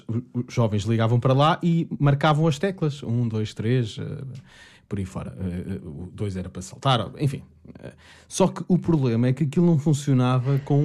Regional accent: Sintra, Lisbon, Portugal; born there; eu até aos 9 anos fui criado numa quinta na Serra de Sintra.

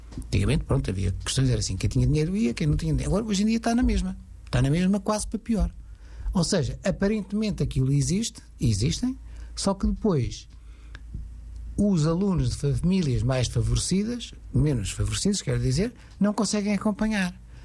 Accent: Portugal; Eu sou de Portugal, claro, estou a falar de Portugal.

